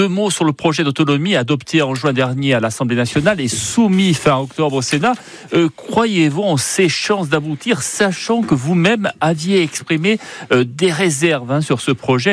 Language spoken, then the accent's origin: French; Corsica, France; qu'on représente encore aujourd'hui le Parti Socialiste chez nous en Corse, et particulièrement en Corse du Sud.